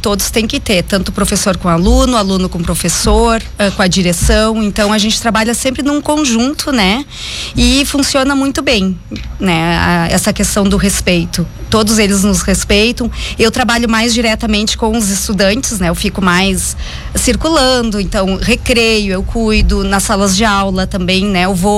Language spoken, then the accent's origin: Portuguese; Piratini, Rio Grande do Sul, Brazil; moved away as an adult; now in Farroupilha, Brazil; depois eu voltei para minha região, que é a região de Pelotas, né? Eu sou de Piratini. E retornei em 2015.